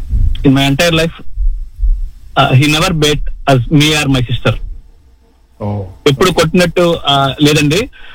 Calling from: Dublin, Leinster, Ireland; నేను డబ్లిన్ నుంచి కాల్ చేస్తున్నానండి.

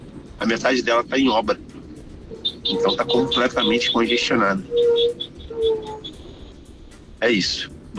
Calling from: Nova Iguaçu, Rio de Janeiro, Brazil; de Nova Iguaçu

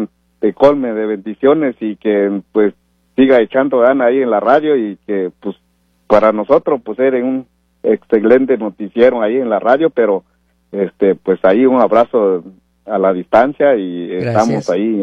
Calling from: Washington, United States; De 360, sí, ahí somos de Skagit Valley, ahí cuando guste.

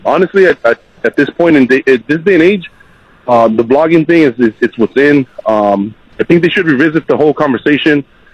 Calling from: Los Angeles, California, United States; from Boy Heights.

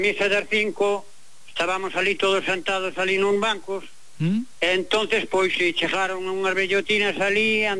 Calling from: Galicia, Spain; Estoy aquí en Pollo.

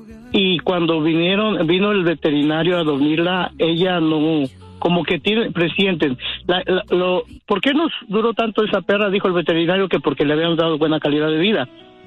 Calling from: Stockton, California, United States; De Stockton.

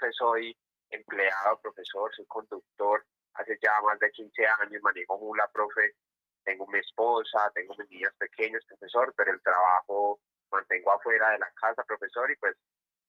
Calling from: Zipaquirá, Cundinamarca, Colombia; me estoy llamando acá desde Zipaquirá

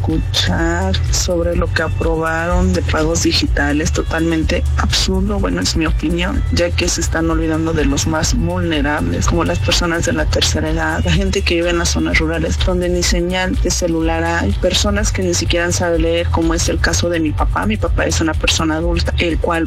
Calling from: Tlaxcala, Mexico; Los escucho desde Tlaxcala

